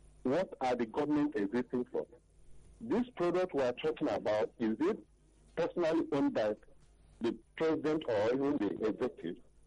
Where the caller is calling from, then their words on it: Lagos, Nigeria; I'm calling from Lagos.